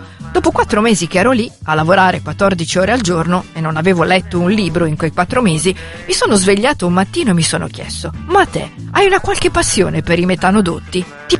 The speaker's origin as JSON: {"language": "Italian", "town": "Parma", "region": "Emilia-Romagna", "country": "Italy", "accent": "Parmigiano dialect", "first_language": "Italian", "said": "in dialetto parmigiano non si usano"}